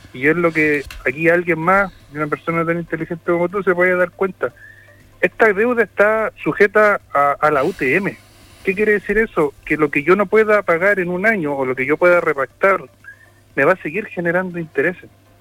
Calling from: Iquique, Tarapacá, Chile

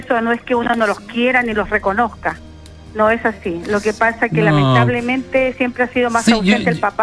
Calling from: Iquique, Tarapacá, Chile; Yo soy iquiqueña al 20.000% y mi ciudad la amo.

